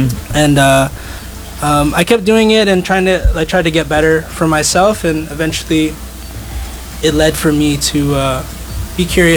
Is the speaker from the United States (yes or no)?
no; Canada; born there; Oh, I was born in Canada, but my Lola and Lolo are from San Pablo City in Laguna.